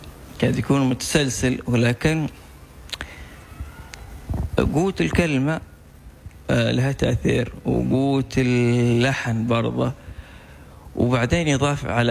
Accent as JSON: {"language": "Arabic", "country": "Yemen", "said": "عندنا في اليمن"}